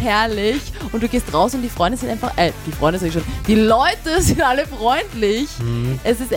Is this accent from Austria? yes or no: yes; Vienna, Austria; Ich bin ja so eine richtige Stadtlerin. Ich bin ja geboren and raised in Wien.